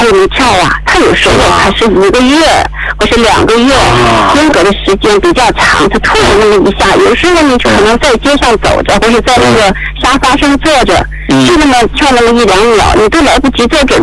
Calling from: Yantai, Shandong, China; 我是来自山东烟台的哈。

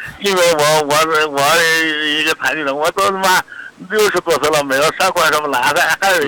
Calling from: Chuzhou, Anhui, China; 走到外地，人家都会讲你哪的啊，滁州的。

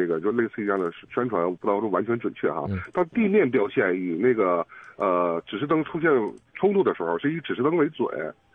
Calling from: Dalian, Liaoning, China; 作为大连人，这个我真没注意过

